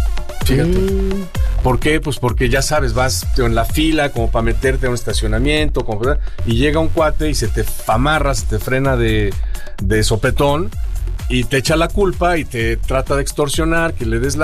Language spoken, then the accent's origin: Spanish; Coyoacán, Mexico City, Mexico; born there; Yo nací en Coyoacán, ahí al lado de Seúl.